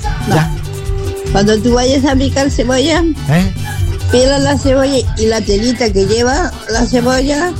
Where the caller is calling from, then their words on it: Viña del Mar, Valparaíso, Chile; De acá de Viña del Mar.